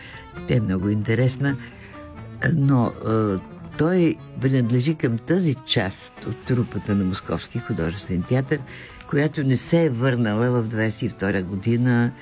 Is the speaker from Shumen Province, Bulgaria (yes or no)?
no; Sofia, Sofia City, Bulgaria; also born or lived in Prague; Аз вече се осъзнах в България. И тук съм израснала, тук съм учила.